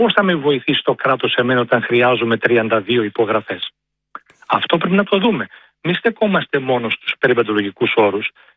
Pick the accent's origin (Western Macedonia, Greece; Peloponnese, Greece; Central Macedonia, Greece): Western Macedonia, Greece; Avdella; η καταγωγή μου είναι από την Αυδέλα